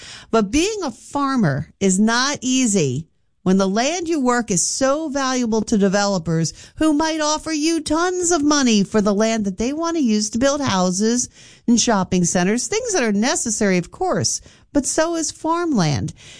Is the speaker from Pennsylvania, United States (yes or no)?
yes; Upper Bucks County, Pennsylvania, United States; I grew up in Upper Bucks County. And so that is a very farm-rich area as well.